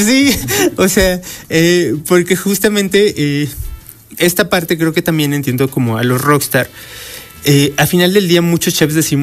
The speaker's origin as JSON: {"language": "Spanish", "region": "Puebla", "country": "Mexico", "said": "si nosotros viajamos a otro estado como poblanos, pues tenemos un paladar un poquito más exigente, creo yo, porque pues a final del día, y lo he visto a lo largo de mi carrera, siempre comparamos la cocina de casa, la cocina de donde venimos"}